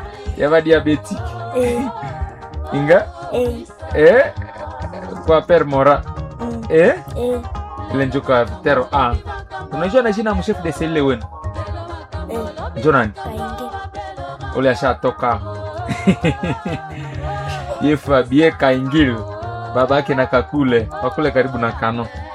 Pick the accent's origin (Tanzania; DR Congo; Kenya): DR Congo; Sisi ni wakongomani.